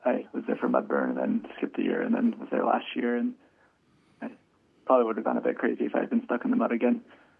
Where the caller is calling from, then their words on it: Salt Lake City, Utah, United States; so I'm in Salt Lake City, Utah